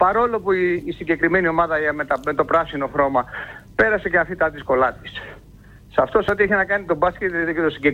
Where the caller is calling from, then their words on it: Greece; Τυχαίνει να είμαι ένας Έλληνας πολίτης